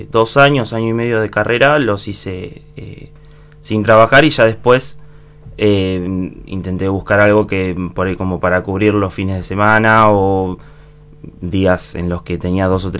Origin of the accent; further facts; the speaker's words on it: Bahía Blanca, Buenos Aires Province, Argentina; Yo nací acá en Bahía.